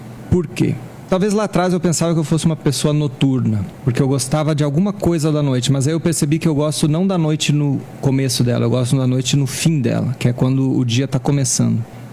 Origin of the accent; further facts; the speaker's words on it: Brasília, Federal District, Brazil; born there; Eu nem sei de onde é que eu sou direito. Eu sou nascido em Brasília